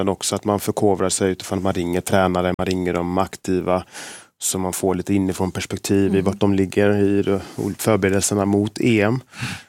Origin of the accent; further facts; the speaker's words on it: Gothenburg, Västra Götaland County, Sweden; Och vi hade ju något som hette Angeredscupen i Angered där jag växte upp.